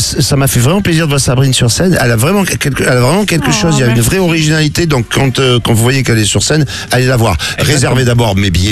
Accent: Marseille, Provence-Alpes-Côte d'Azur, France; Et moi, autant, je suis Marseillais, j'ai roulé sans assurance, sans casque, jusqu'à l'âge de 20 ans.

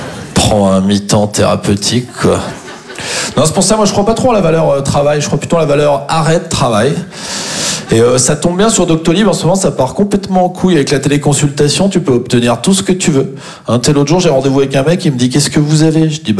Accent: Champagnole, Bourgogne-Franche-Comté, France; moi, je viens de Franche-Comté. Il y a des gens qui viennent de Franche-Comté? Personne? Eh bien, ça représente bien la région. Voilà, c'est un peu ça, la Franche-Comté. Non, je suis originaire d'une petite commune qui s'appelle Champagnol.

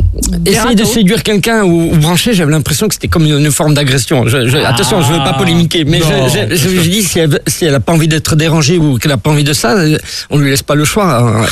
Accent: Bastia, Corsica, France; j'ai grandi à Bastia.

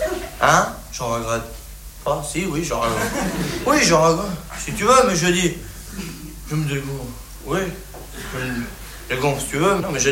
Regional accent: France; je suis bien blasé, hein, je suis français

